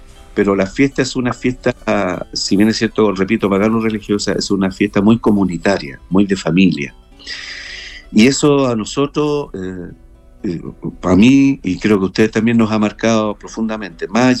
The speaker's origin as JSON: {"language": "Spanish", "town": "Iquique", "region": "Tarapacá", "country": "Chile", "moved": "yes", "said": "yo soy pampino, soy quiqueño y pampino"}